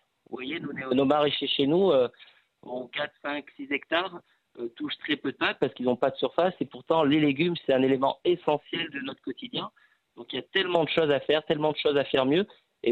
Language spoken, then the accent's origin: French; Auvergne-Rhône-Alpes, France; chez nous en Ardèche, il y a beaucoup d'arboriculteurs dans la cerise